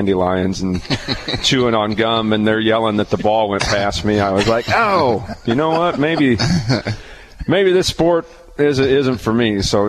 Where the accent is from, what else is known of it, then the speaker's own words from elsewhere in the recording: Peoria, Illinois, United States; I grew up in Peoria.